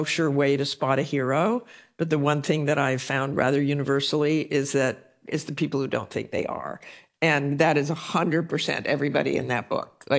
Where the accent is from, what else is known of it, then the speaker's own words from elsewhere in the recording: Salt Lake City, Utah, United States; I was raised in Salt Lake City, and I did not have a father.